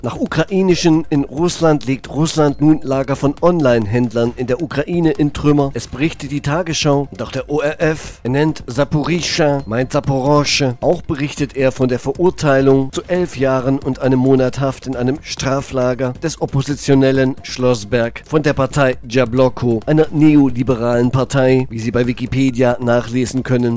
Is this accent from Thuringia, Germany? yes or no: yes; Thuringia, Germany; born or raised there